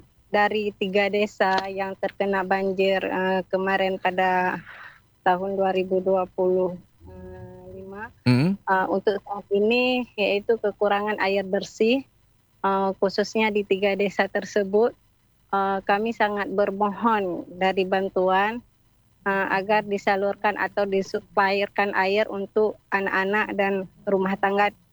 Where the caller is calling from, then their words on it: Matang Baru, Aceh, Indonesia; Saya dari …, Desa Matang Baru, Kecamatan Lapang, Kabupaten Aceh Utara.